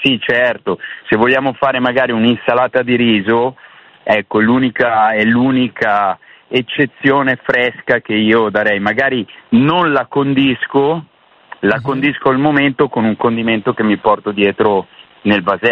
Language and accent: Italian; Milan, Lombardy, Italy; sono di Milano